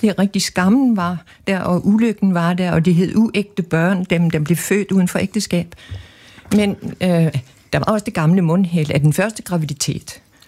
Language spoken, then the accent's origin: Danish; Capital Region of Denmark, Denmark; Jeg er vokset op på Bornholm, hvor der var et parallelt missionsmiljø, men jeg tilhørte et mere fritænkende.